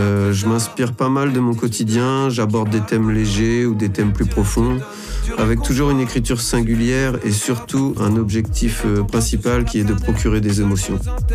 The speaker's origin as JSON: {"language": "French", "town": "Caen", "region": "Normandy", "country": "France", "tie": "born or raised there", "said": "je suis originaire de la ville de Caen."}